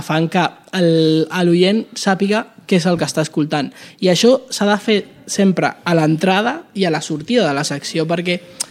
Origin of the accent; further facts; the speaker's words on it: Uruguay; now in Spain; La meva mare, bueno, jo també vam néixer a l'Uruguai, ella feia ràdio allà i jo escoltava ràdio ja de petit.